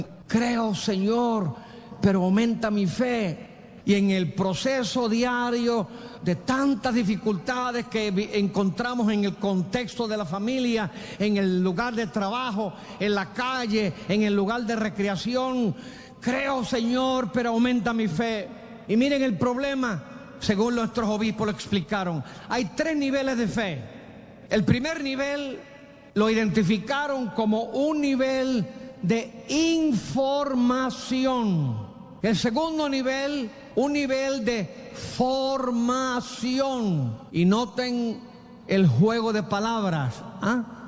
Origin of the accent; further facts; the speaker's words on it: Puerto Rico; moved away; also born or lived in Mexico City; En mi tierra puertorriqueña, el campesino le dice: la Virne María.